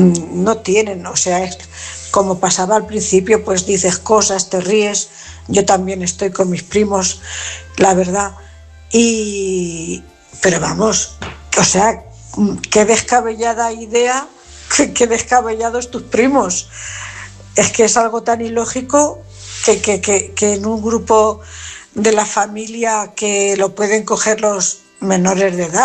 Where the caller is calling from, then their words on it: Cuenca, Castilla-La Mancha, Spain; Buenas noches … corresponsal de Cuenca.